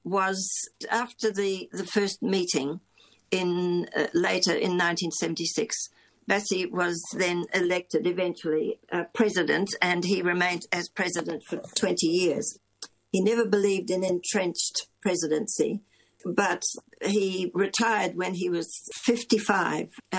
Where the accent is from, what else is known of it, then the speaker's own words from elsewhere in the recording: New Zealand; moved away as an adult; also born or lived in England; now in Australia; I'm a New Zealander. I was born in England, but my parents were New Zealanders and they were there temporarily. Born in England and then went to New Zealand when with back to a New Zealand. I'm a fifth generation New Zealander when I was one and grew up in New Zealand and came here when I was 23 to study music.